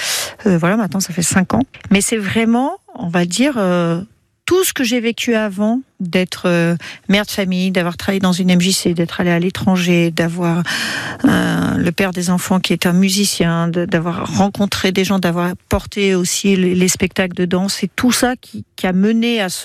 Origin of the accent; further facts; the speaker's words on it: Lyon, Auvergne-Rhône-Alpes, France; moved away as an adult; now in Auxerre, France; Et je suis lyonnaise à la base, faut pas oublier.